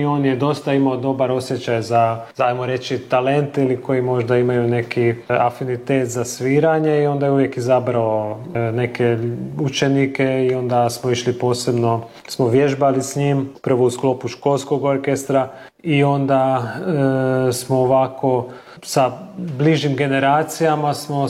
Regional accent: Pécs, Baranya, Hungary; ja sam rođen u Pećuju, odrastao sam u Pećuju, ali uvijek sam bio povezan sa Salantom jer mama je odavdje, cijela obitelj njena.

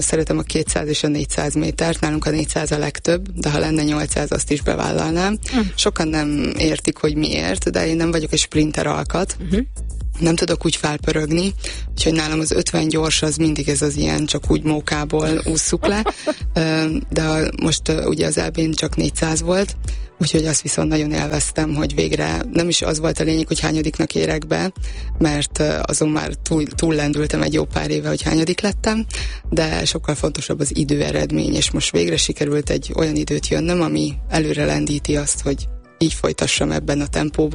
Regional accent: Herend, Veszprém County, Hungary; én minden érmemet Herenden, ahol felnőttem, ott mindig hazaviszem

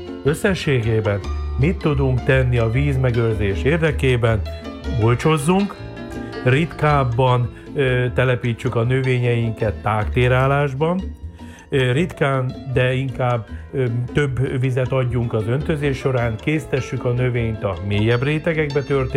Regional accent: Földeák, Csongrád-Csanád, Hungary; born there; szülőfalumra, földákra gondolok

